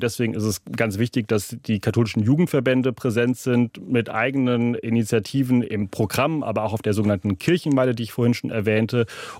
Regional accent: Rhineland, Germany; Ich komme aus dem Rheinland, wo man in eine Volkskirche hineingeboren wurde.

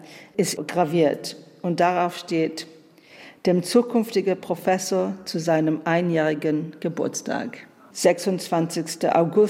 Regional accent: United Kingdom; Ich komme aus Großbritannien, da ist dieses Konzept ein Hausmuseum sehr, sehr bekannt.

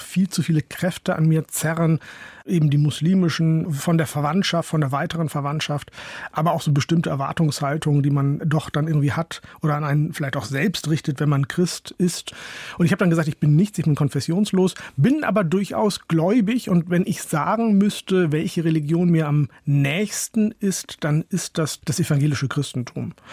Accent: Germany; Ich bin ja in Deutschland geboren und aufgewachsen

